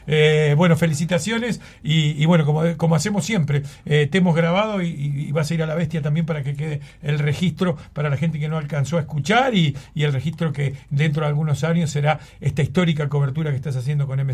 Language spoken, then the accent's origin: Spanish; Argentina; Somos muy así, ¿no? Los argentinos, y aparte añoramos cuando no estamos en nuestra tierra y recibir un compatriota.